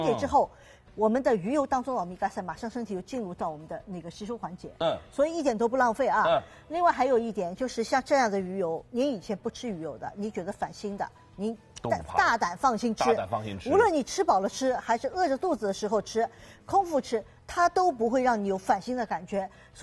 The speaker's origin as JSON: {"language": "Chinese", "country": "China", "said": "我们中国人其实吃深海鱼的，如果不是沿海城市，吃的比较少"}